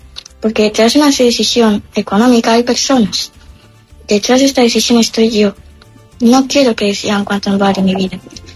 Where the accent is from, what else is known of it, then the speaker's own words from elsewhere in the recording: Eibar, Basque Country, Spain; soy del País Vasco, tengo 15 años